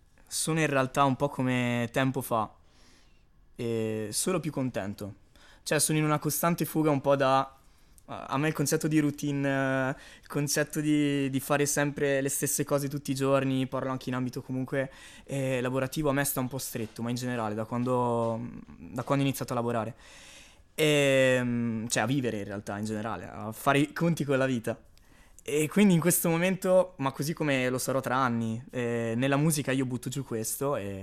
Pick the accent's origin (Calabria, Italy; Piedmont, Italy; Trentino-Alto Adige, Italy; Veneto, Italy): Trentino-Alto Adige, Italy; Trento; also born or lived in Apulia; vengo da Trento, di origine pugliese in realtà